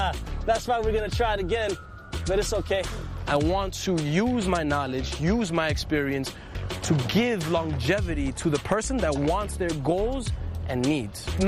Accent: New York City, New York, United States; It's Latin for higher self, and I'm from Washington Heights, New York City.

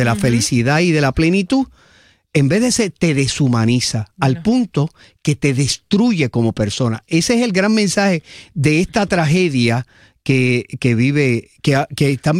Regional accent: Puerto Rico; nuestra puertorriqueñidad sin un referente a nuestra identidad cristiana como pueblo puertorriqueño.

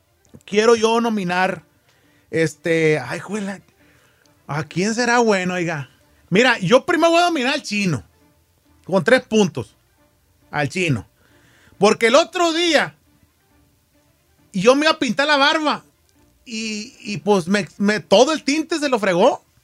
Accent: Sinaloa, Mexico; Yo grito, yo así hablo. Soy de Sinaloa.

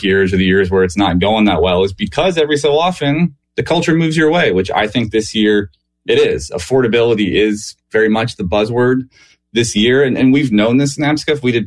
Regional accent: Pittsburgh, Pennsylvania, United States; I grew up in Pittsburgh, still live here.

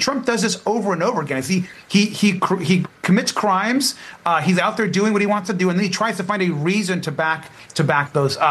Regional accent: California, United States; I'm here back in my home state of California.

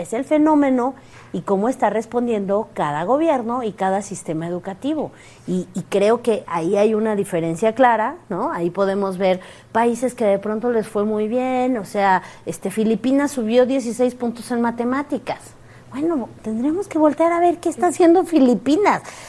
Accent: Mexico

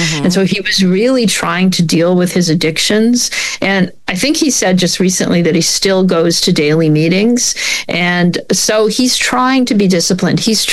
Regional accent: Canada

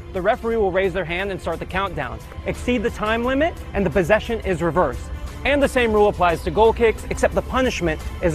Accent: United States; as an American

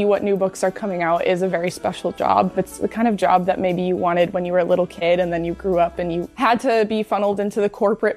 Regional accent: Illinois, United States; moved away; also born or lived in Iowa; I grew up in the Chicago suburbs, and I studied civil engineering at Iowa.

